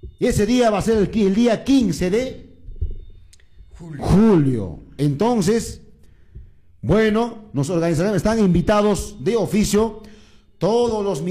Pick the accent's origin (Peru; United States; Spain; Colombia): Peru; que tenemos que enfrentar o afrontar como peruanos durante los 5 años.